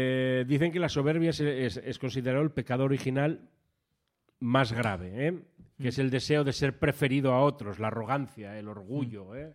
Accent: Asturias, Spain; que somos asturianos

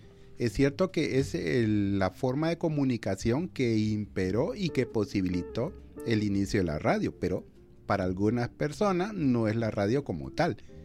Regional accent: Honduras

